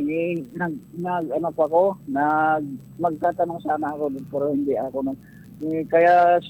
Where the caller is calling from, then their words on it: Tuburan, Central Visayas, Philippines; Tuburan, Cebu po. Probinsya ng Cebu.